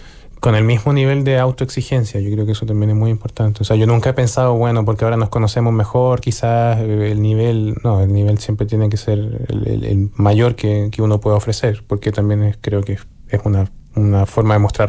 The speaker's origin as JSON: {"language": "Spanish", "country": "Chile", "moved": "as an adult", "lives_now": "Switzerland", "said": "yo, si bien vivo en Suiza, me siento en casa ya, pero me sigo sintiendo profundamente chileno."}